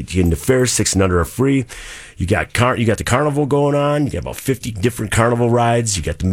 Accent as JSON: {"language": "English", "town": "Kenosha", "region": "Wisconsin", "country": "United States", "tie": "born or raised there", "said": "I'm born and raised in Kenosha and always going to the fair"}